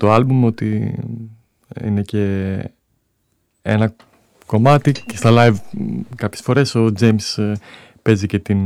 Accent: Thessaloniki, Central Macedonia, Greece; Γεννήθηκα και μεγάλωσα στη Θεσσαλονίκη. Η πρώτη γειτονιά μου ήταν εκεί που είναι και η παρούσα.

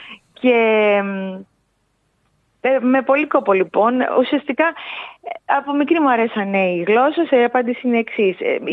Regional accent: Greece; Ακόμα και στον δρόμο έλεγα ότι είμαι Έλληνας

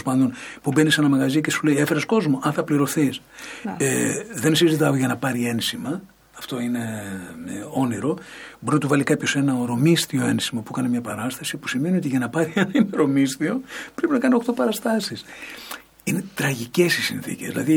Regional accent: Greece; εμείς σαν Έλληνες

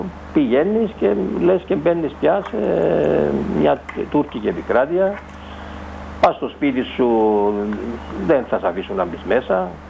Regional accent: Kythrea, Nicosia District, Cyprus; moved away; Εγώ είμαι από την Κυθρέα, ένα χωριό το οποίο είναι 8 χιλιόμετρα από τη Λευκοσία, στον Πενταδάχτυλο, εκεί που είναι η περιβόητη τουρκική σημαία πάνω.

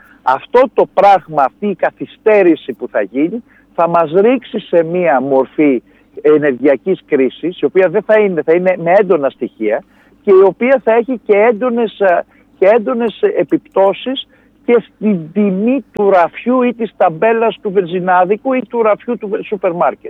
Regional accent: Greece; σαν Έλληνες που είμαστε

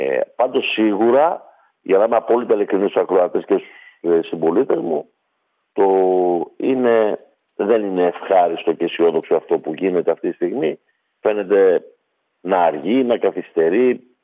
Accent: Nea Karvali, East Macedonia and Thrace, Greece; έξω από την Αγκαρμπάλη, το χωριό μου

